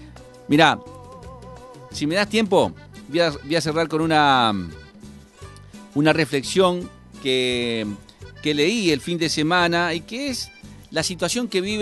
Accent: Santa Fe, Argentina; la mayoría somos gente de San Javier que estudian allá.

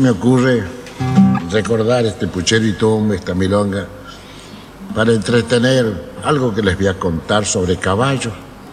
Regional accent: Buenos Aires Province, Argentina; born there; por lo menos en este país que se llama Provincia de Buenos Aires, donde yo nací

